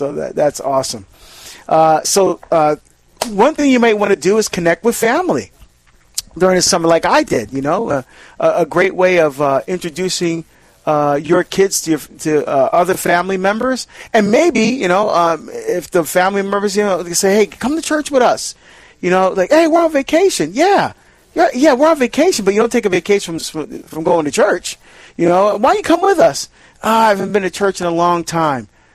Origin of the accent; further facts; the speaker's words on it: New Jersey, United States; born there; my home state of New Jersey